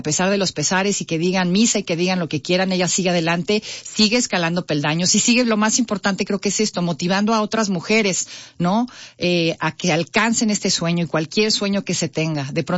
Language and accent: Spanish; Mexico; como mujer y como mexicana